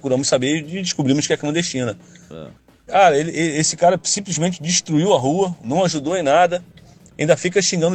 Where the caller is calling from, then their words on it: Brazil; Falo aqui do Vinhateiro.